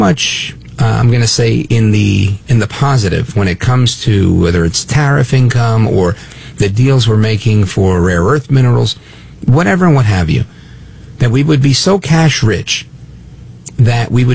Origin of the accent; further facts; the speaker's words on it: Brooklyn, New York, United States; born there; Shout out to Brooklyn. I was born in Brooklyn, by the way. Brooklyn Jewish Hospital.